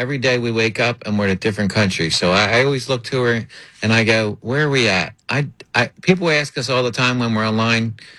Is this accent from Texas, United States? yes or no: no; Cape May, New Jersey, United States; moved away; I actually am from Cape May, New Jersey